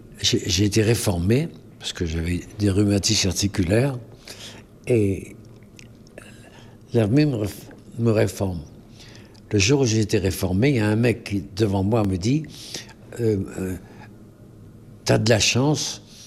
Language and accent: French; Rochefort, Nouvelle-Aquitaine, France; born there